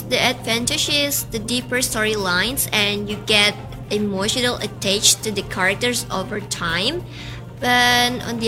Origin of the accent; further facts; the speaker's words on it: Ambon, Maluku, Indonesia; moved away; we have a cinema back in my hometown in Ambon